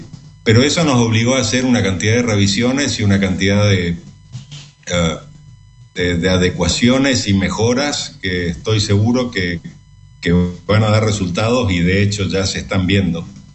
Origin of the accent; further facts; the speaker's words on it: Corrientes, Argentina; Que somos profundamente correntinos.